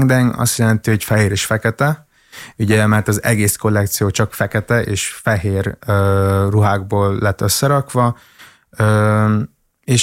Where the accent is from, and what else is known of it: Hungary; born there